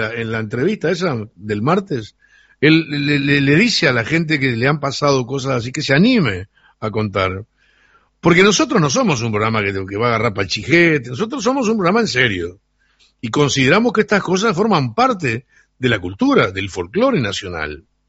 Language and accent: Spanish; Uruguay; para los que somos del Uruguay profundo